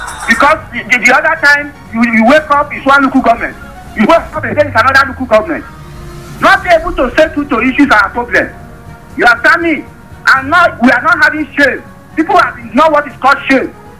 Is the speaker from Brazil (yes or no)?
no; Nigeria; It's unfortunate for a country we have as a Nigerian.